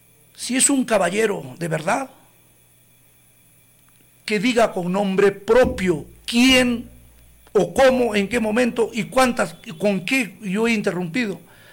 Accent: Coracora, Ayacucho, Peru; moved away as an adult; yo he regresado a mi tierra, a mi querida Coracora

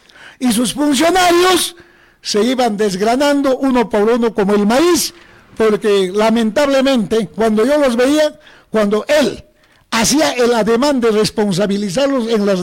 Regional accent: Coracora, Ayacucho, Peru; Si voy a ir a la cárcel, Alfonso, voy a ir por defender a mi pueblo, no por corrupto, no por mentiroso y no por traidor, como está haciendo este señor, considerando a Coracora como a un pueblucho o como a cualquier aldea común y corriente.

